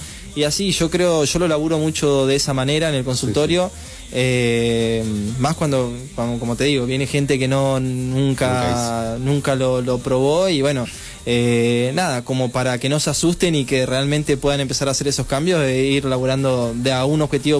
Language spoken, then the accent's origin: Spanish; Maquinchao, Río Negro, Argentina; moved away as an adult; now in Viedma, Argentina; Soy de Maquinchao, la línea sur. Ya es mi octavo año acá, estoy en Viedma